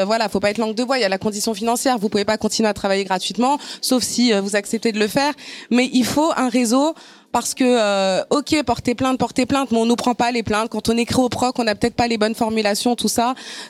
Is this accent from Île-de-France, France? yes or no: yes; La Courneuve, Île-de-France, France; je suis de la Courneuve.